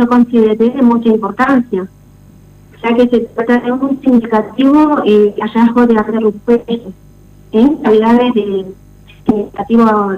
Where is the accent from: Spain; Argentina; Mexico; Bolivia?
Argentina; Los Catitos, Neuquén; nacida y criada acá en este hermoso paraje de Los Catitos. En todas las publicaciones sale como que soy de Zapala.